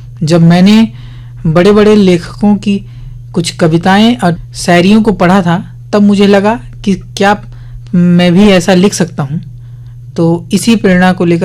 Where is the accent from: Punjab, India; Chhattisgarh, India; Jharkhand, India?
Chhattisgarh, India; Ambikapur; और मैं माँ हमाया नगरी अंबिकापुर सरगुजा छत्तीसगढ़ का निवासी हूँ।